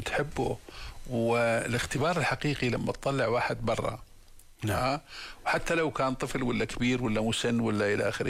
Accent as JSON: {"language": "Arabic", "town": "Aima", "region": "Tafilah Governorate", "country": "Jordan", "tie": "born or raised there", "said": "كل الأشجار الحرجية اللي مزروعة حول قريتنا عيمة، احنا زرعناها واحنا طلاب"}